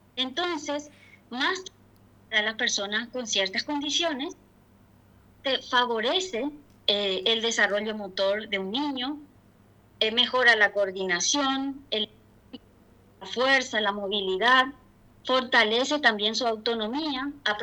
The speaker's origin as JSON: {"language": "Spanish", "town": "Santiago", "region": "Misiones", "country": "Paraguay", "moved": "yes", "lives_now": "Asunción, Paraguay", "said": "soy de originalmente de Santiago Misiones."}